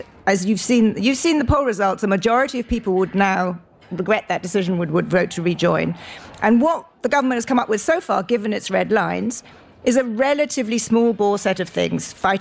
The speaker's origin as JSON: {"language": "English", "region": "West Midlands", "country": "United Kingdom", "tie": "born or raised there", "said": "I came from South Shropshire, where I grew up. Probably slightly less far than Cardiff."}